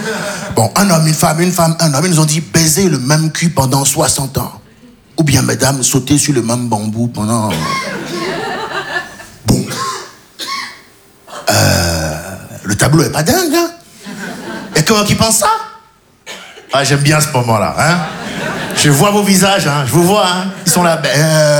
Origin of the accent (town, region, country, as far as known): Benin